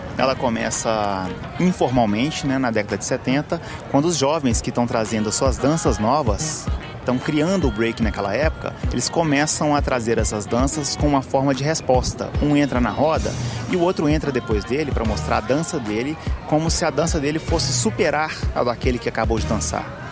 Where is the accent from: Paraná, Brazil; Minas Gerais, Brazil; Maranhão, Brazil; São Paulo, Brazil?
Minas Gerais, Brazil; O mineiro tem as tradições mineiras, que faz de nós sermos mineiros